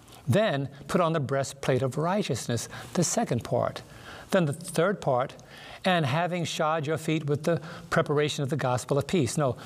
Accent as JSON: {"language": "English", "town": "New York City", "region": "New York", "country": "United States", "tie": "born or raised there", "said": "when I was growing up in Brooklyn"}